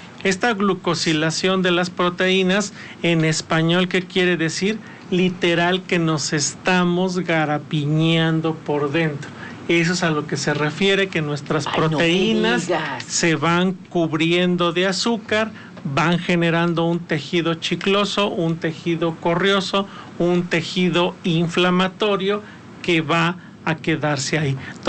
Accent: Mexico; hablando de esa realidad de nosotros como mexicanos

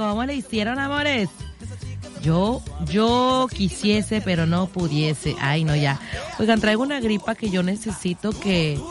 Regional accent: Mexico

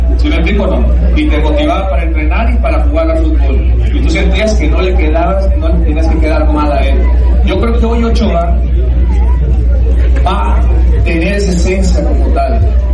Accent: Mexico; es lo mejor que tenemos como fútbol, como mexicano, ¿no?

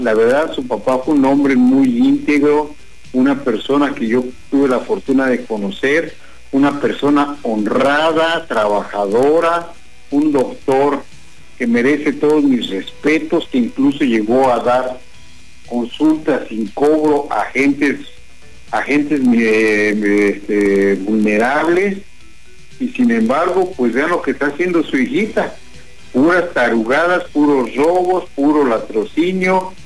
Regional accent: Mexico City, Mexico; also born or lived in Querétaro; now in Tabasco, Mexico; Yo soy chilango, pero ya tuve la fortuna de vivir en Querétaro y he tenido la fortuna de vivir aquí en Tabasco, porque escogí vivir en Tabasco. Quizás por eso soy más tabasqueño que tú.

